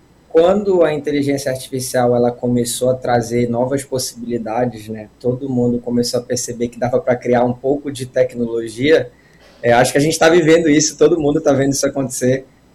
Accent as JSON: {"language": "Portuguese", "town": "Belém", "region": "Pará", "country": "Brazil", "accent": "paraense", "moved": "yes", "lives_now": "Florianópolis, Brazil", "said": "aqui meu sotaque totalmente paraense, todo mundo reconhece."}